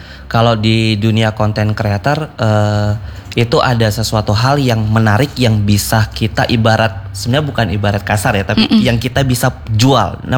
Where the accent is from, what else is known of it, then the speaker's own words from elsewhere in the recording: Sorong, Southwest Papua, Indonesia; moved away; also born or lived in Bandung; Kebetulan saya juga lahir besar di Sorong.